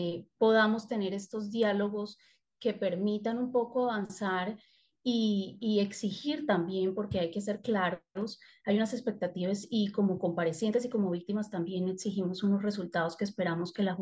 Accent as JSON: {"language": "Spanish", "country": "Colombia", "said": "desde Colombia uno como colombiano y sale, se da cuenta que el proceso de paz a veces es mucho más valorado"}